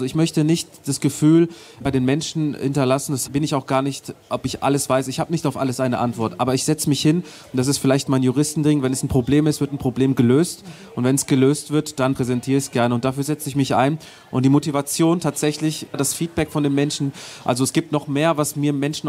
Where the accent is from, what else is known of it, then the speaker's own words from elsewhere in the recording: Germany; Ich bin aber in Deutschland geboren, aufgewachsen. Ich kenne kein anderes Leben, ich kenne keine andere Sozialisierung und ich weiß gar nicht, wo ich woanders meine Heimat nennen kann.